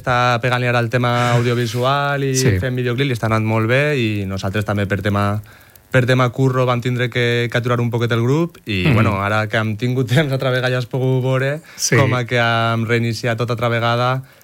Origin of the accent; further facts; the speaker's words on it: Xeraco, Valencian Community, Spain; Sí, ja pràcticament quan pregunten ja puc dir pràcticament que soc de Xeraco, sí.